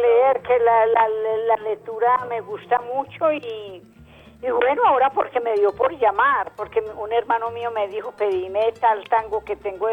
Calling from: Medellín, Antioquia, Colombia; Yo aquí Manrique Central.

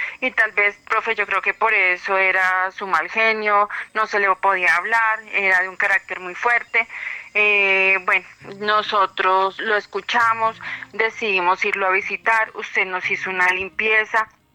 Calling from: Yolombó, Antioquia, Colombia; Lo llamo desde Yolombó, Antioquia. Lo visitamos en Medellín.

